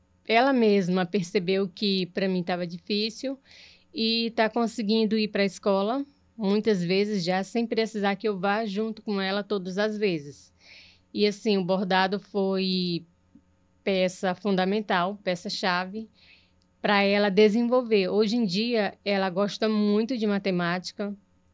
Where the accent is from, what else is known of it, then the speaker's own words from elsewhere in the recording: Redenção, Brazil; Eu sou de Redenção